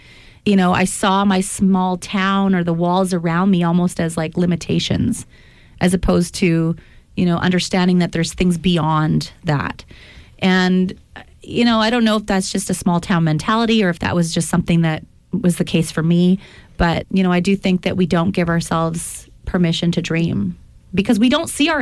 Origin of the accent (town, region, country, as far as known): Dauphin, Manitoba, Canada; born or raised there